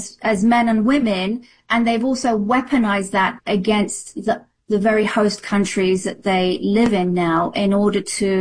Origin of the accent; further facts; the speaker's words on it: United Kingdom; moved away as an adult; also born or lived in Iran; And in the UK, from where I'm from